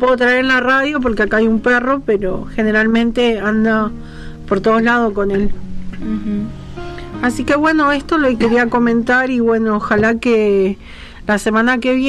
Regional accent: Buenos Aires, Argentina; now in Neuquén, Argentina; Yo soy porteña

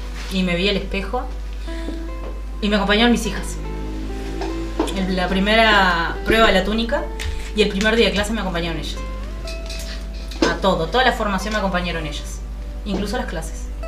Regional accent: Minas, Lavalleja, Uruguay; moved away as an adult; yo me podría haber formado en Minas, de donde soy. O me podría haber formado en Pando, que mi madre vive cerca.

